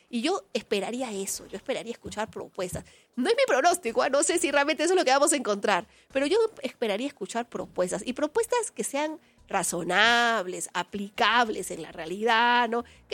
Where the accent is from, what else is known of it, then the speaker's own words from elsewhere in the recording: Peru; somos peruanos